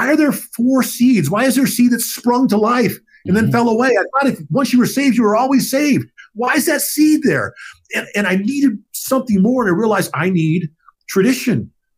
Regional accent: Ventura, California, United States; went home to my hometown in Ventura, California, and wasn't prepared to be home again.

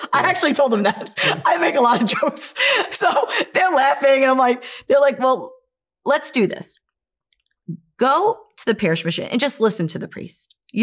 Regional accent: New York, United States; I'm from New York. We don't hug each other

